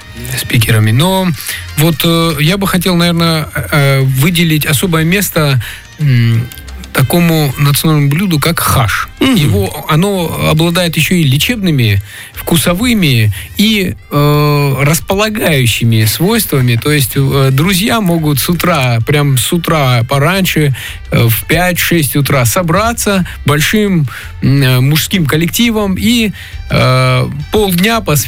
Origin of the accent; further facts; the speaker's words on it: Armavir, Krasnodar Krai, Russia; Так как я из Армавира